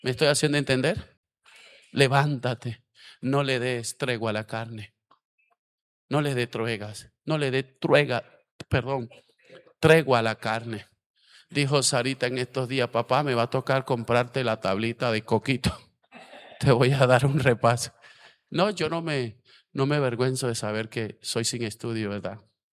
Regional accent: La Guajira, Colombia; Soy de La Guajira

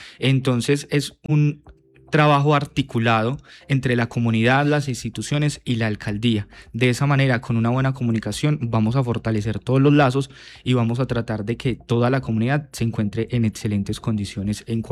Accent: Pensilvania, Caldas, Colombia

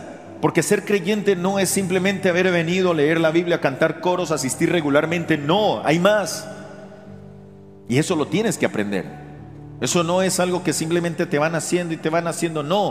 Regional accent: Colombia

